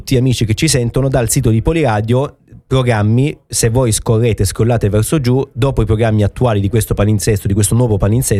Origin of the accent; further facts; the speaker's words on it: Calabria, Italy